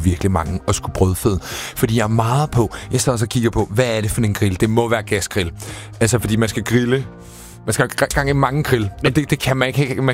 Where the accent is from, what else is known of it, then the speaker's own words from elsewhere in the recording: Copenhagen, Capital Region of Denmark, Denmark; her i København er vi mest på de quinoa-baserede salater, hvor jeg kommer fra.